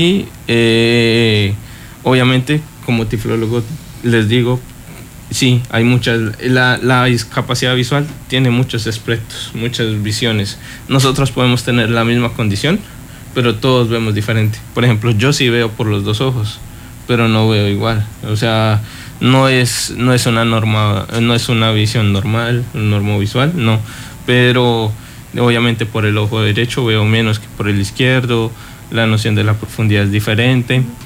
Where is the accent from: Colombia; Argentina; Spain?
Colombia; moved away